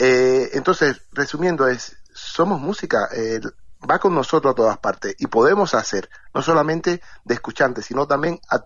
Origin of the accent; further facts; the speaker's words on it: Cuba; No conozco la isla y tiene que ver mucho con mi tierra, según dicen, con el tema de Cuba, que os parece mucho, o nosotros parecemos a vosotros.